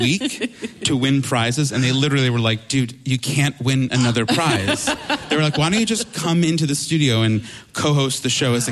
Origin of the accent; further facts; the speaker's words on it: New York, United States; I'm from New York, so even early on, there was a show on public radio on WNYC called New York Kids